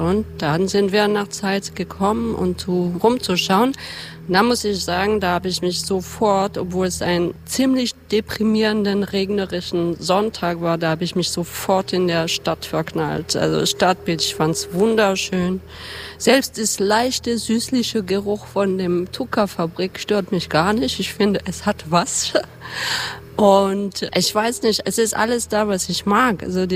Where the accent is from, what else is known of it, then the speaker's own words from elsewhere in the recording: Paris, Île-de-France, France; moved away as an adult; also born or lived in Berlin; now in Leipzig, Germany; Ich bin in Paris aufgewachsen. Bin mit 20 dann nach Berlin gezogen zum Studieren in der Kunsthochschule in Berlin. Nach einer Weile, 15 Jahre, bin ich nach Leipzig